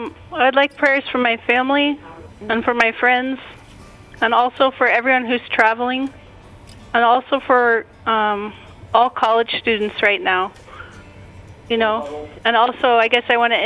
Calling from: Florida, United States; And I'm calling from Florida.

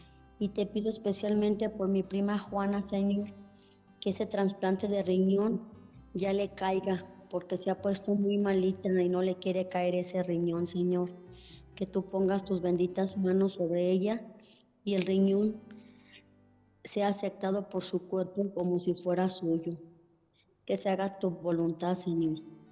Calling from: Ocotlán, Jalisco, Mexico; hablo de Ocotlán, Jalisco.

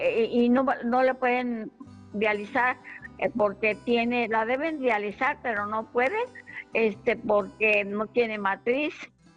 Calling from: Morelia, Michoacán, Mexico; De aquí de Morelia, Michoacán.

